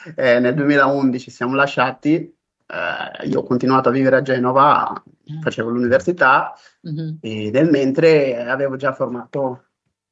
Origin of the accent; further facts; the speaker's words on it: Beira, Sofala, Mozambique; moved away as an adult; also born or lived in Marromeu, Mozambique; now in Italy; sono nato a Marromeo, in Mozambico, in questo distretto, e poi sono cresciuto a Beira. Diciamo che è a Beira dove tutto ebbe inizio.